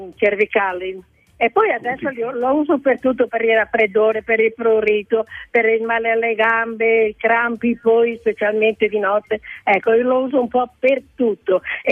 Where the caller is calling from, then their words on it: Mantua, Lombardy, Italy; Sono di Mantova, della zona di Valdaro.